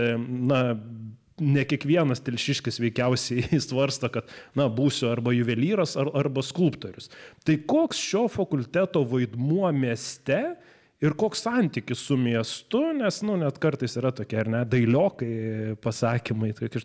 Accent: Panevėžys, Panevėžys County, Lithuania; moved away; mes vėlgi dažnai grįžtame reminiscencijomis į savo gimtąjį miestą Panevėžį

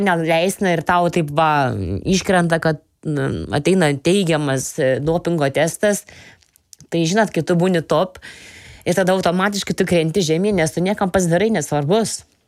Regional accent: Panevėžys, Panevėžys County, Lithuania; Vis tiek aš jaučiu, kad aš garsinu ir Lietuvą, ir savo gimtąjį miestą Panevėžį.

